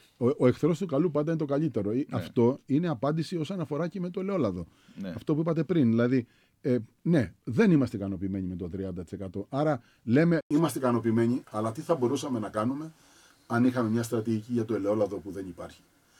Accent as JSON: {"language": "Greek", "town": "Sitia", "region": "Crete", "country": "Greece", "said": "Είμαι από τη Σιτία"}